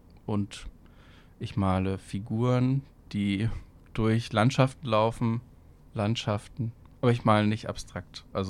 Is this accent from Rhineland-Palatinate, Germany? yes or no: no; Brandenburg, Germany; moved away; Und ich komme aus der Prignitz. Das ist der am undichtesten besiedelste Landkreis Deutschlands, am dünnsten besiedelste Landkreis Deutschlands. Und da ist wirklich nichts. Also das ist niemands Land.